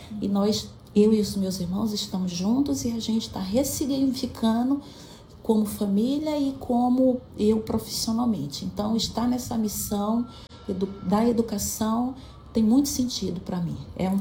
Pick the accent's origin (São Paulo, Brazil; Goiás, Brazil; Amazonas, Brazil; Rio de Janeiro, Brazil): Amazonas, Brazil; Atalaia do Norte; born there; moved away as an adult; also born or lived in Tabatinga; aqui da cidade de Tabatinga. É minha cidade do coração, mas eu nasci no pelotão militar de Estirão do Equador, numa casa de palha, com paxiúba, à beira do rio Javari. Eu sou, como é que se diz? Eu sou do município de Atalaia do Norte, né? Sendo que eu da região de Atalaia do Norte, do rio Javari.